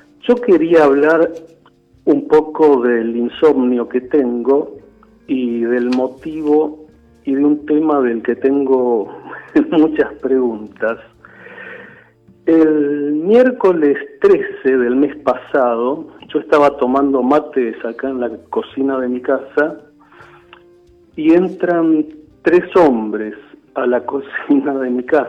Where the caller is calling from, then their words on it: Buenos Aires, Argentina; Yo vivo en Villa del Parque.